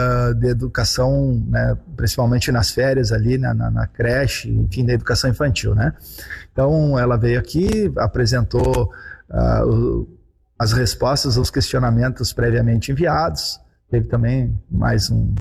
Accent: Rio Grande do Sul, Brazil; nós que somos do Geoparque Quarta Colônia

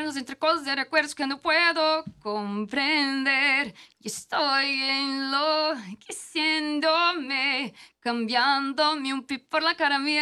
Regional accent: Brazil; moved away; estudei em Tamanduá, ali... Né, próximo à casa dos meus pais, lá no interior, ali, que meus pais são de São Luís, ali no interior. E foi onde eu cresci, é o lugar que eu amo, é o lugar que eu sempre vou querer voltar

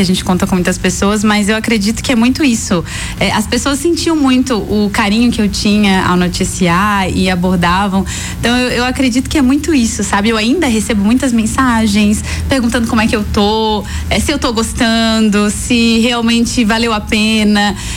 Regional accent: São José do Cerrito, Santa Catarina, Brazil; eu sou de São José do Cerrito

